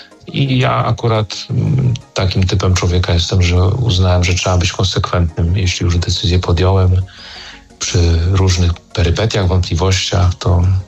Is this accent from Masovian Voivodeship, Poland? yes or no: yes; Płock, Masovian Voivodeship, Poland; To była Płocka Katedra, bo pochodzę z Płocka i pracuję obecnie w Płocku.